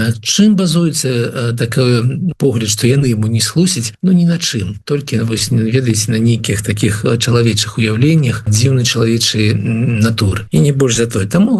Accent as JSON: {"language": "Russian", "country": "Belarus"}